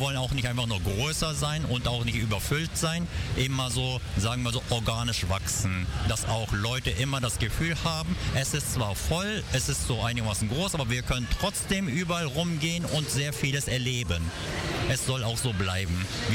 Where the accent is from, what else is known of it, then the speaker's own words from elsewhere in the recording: Hamburg, Germany; born there; also born or lived in Japan; aber ich bin in Hamburg und habe auch zumindest unter deutschen Städten nur in Hamburg gelebt.